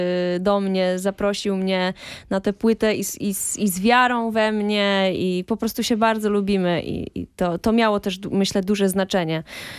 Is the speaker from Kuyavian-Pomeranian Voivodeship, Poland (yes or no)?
no; Wrocław, Lower Silesian Voivodeship, Poland; jesteśmy obydwoje z Wrocławia